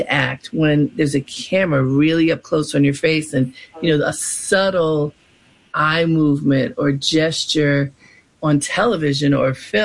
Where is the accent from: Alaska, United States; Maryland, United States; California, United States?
Maryland, United States; Baltimore; now in New York, United States; I've lived in New York longer than anywhere else, but I am from Baltimore.